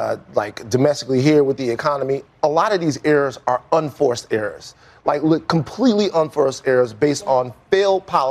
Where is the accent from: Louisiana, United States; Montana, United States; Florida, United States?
Louisiana, United States; my home state of Louisiana